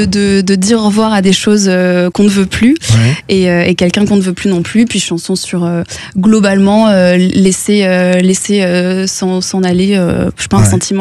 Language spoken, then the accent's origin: French; Narbonne, Occitanie, France; Je viens de Narbonne, ça s'entend pas, mais je viens de Narbonne.